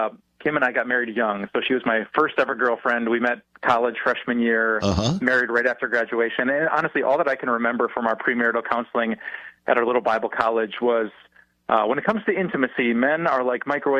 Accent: Green Bay, Wisconsin, United States; So I grew up in Green Bay, Wisconsin

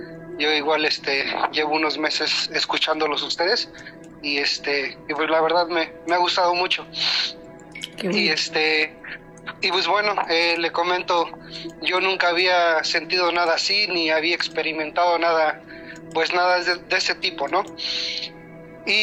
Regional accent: Mexico; now in Canada; Bueno, yo soy de México, pero ahorita estoy aquí en Canadá.

